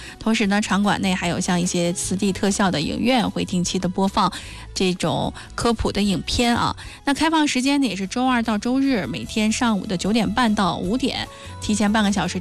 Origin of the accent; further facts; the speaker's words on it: Hebei, China; 我们作为河北人